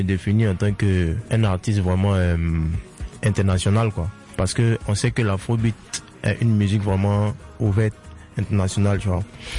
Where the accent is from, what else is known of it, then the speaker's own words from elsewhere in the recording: Bobo-Dioulasso, Hauts-Bassins, Burkina Faso; Tu vois, moi, j'ai grandi à Bobo. La Bobo, c'est un peu le Bronx, tu vois, c'est un peu le ghetto, tu vois, un peu.